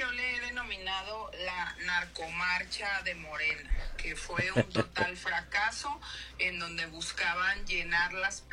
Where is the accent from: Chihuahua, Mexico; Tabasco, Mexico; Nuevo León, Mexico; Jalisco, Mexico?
Chihuahua, Mexico; quiénes somos los chihuahuenses